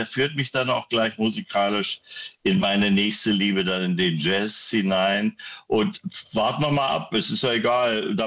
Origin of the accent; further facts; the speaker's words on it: Wittenberge, Brandenburg, Germany; ich komme aus der Prignitz und bin vom Lande in die Stadt Wittenberge gezogen. Die damals große Industrie- und Arbeiterstadt.